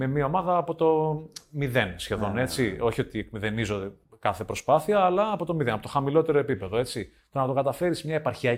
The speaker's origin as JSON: {"language": "Greek", "town": "Rethymno", "region": "Crete", "country": "Greece", "tie": "born or raised there", "said": "ήξερα ότι κάποια στιγμή θέλω να επιστρέψω στο Ρέθυμνο και να προσφέρω στον τόπο μου"}